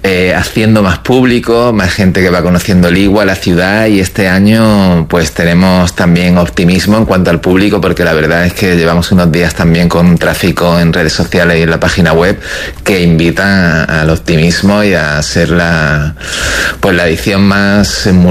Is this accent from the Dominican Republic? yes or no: no; Melilla, Spain; que refleja un poco lo que somos los melillenses.